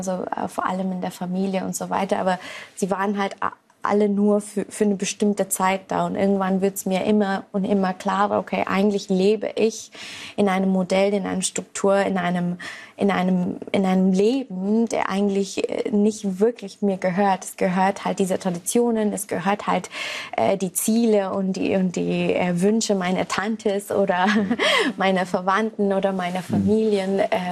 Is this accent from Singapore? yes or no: yes; Singapore; Und ich bin ja aus Singapur und da haben wir unser eigener Hinduismus, würde ich sagen.